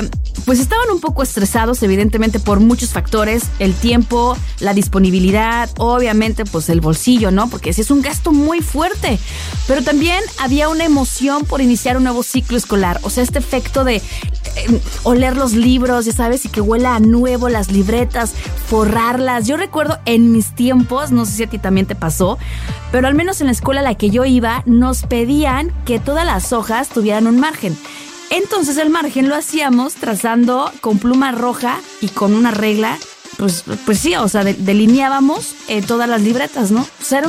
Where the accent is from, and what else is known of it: Mexico